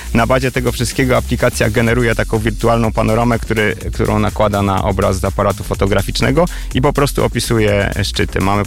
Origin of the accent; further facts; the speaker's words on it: Warsaw, Masovian Voivodeship, Poland; moved away as an adult; now in Bielsko-Biała, Poland; Ja jestem warszawiakiem, pochodzę z Warszawy, ale w wieku 30 lat się przeprowadziłem do Bielska-Białej